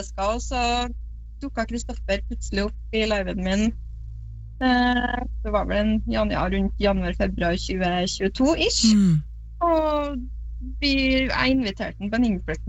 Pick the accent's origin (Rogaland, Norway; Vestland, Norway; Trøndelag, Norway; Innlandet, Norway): Trøndelag, Norway; Frøya; Jeg har bodd på Frøya hele mitt liv